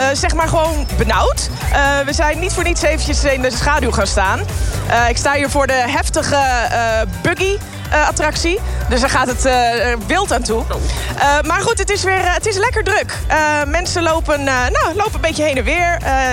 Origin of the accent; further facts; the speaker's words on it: Groningen, Netherlands; Ik kom uit Groningen.